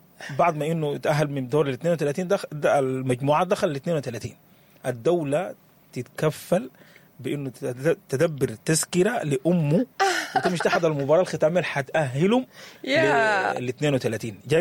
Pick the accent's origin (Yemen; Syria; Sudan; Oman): Sudan; عندنا كسودانيين